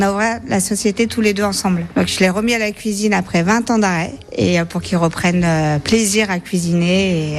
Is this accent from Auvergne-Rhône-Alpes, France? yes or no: yes; Lyon, Auvergne-Rhône-Alpes, France; now in Elne, France; on est lyonnais à la base. Typiquement lyonnais